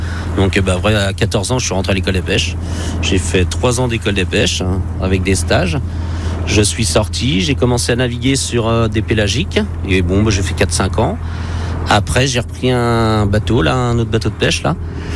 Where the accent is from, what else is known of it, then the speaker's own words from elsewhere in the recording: Saint-Gilles-Croix-de-Vie, Pays de la Loire, France; Alors la mer, c'est parce que ben, moi je suis de Saint-Gilles-Croix-de-Vie. Donc depuis tout petit, déjà mes voisins c'était des marins pêcheurs. Depuis tout petit j'étais bercé dedans.